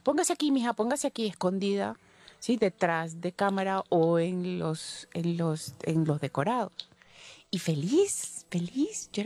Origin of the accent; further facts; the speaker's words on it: Valencia, Carabobo, Venezuela; yo soy de Valencia, mi hermana llegaba a Valencia y eso era